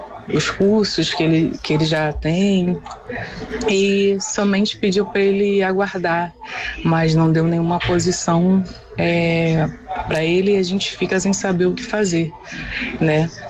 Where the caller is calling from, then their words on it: Nova Iguaçu, Rio de Janeiro, Brazil; eu sou de Nova Iguaçu.